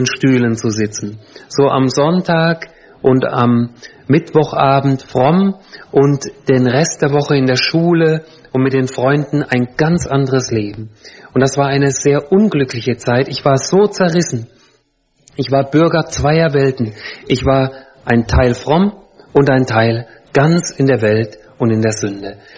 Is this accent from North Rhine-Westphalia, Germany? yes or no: no; Hesse, Germany; Ich bin in der Nähe von Kassel geboren und aufgewachsen, also in Nordhessen, gar nicht so weit weg von hier.